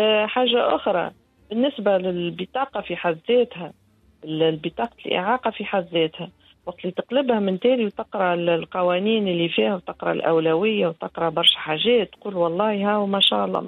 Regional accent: Tunisia; كما نقولوا احنا من تونس العاصمة

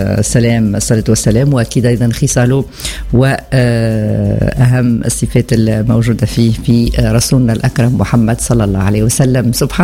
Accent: Tunisia

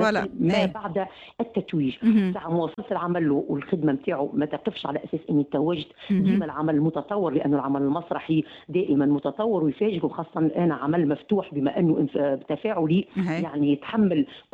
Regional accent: Tunisia; كان انا تونسيه

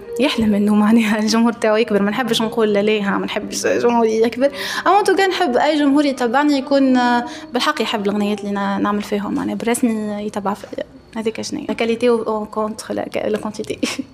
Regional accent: Tunisia; انا اليوم تونسية الوحيدة في البروغراماسيون

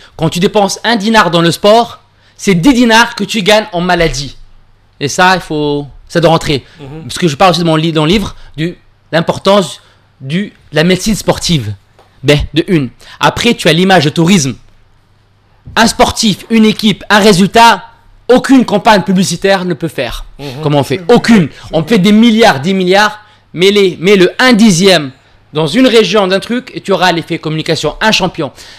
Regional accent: Tunisia; On est tunisien. On a un moule qui est spécifique, qui est unique au monde.

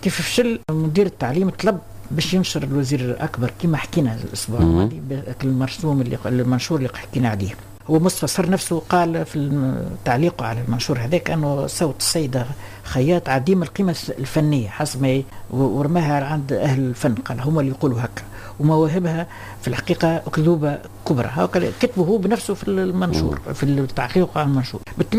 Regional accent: Tunisia; accent: Tunisian; من غير تكلفة حتى فرنك زايد كما نقولوا باللغة بلهجتنا التونسية

